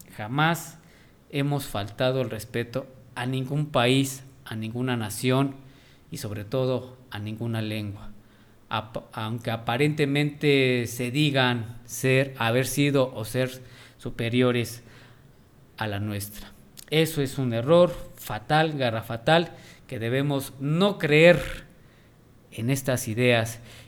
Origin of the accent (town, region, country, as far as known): Mexico; first language Nahuatl; Spanish is a second language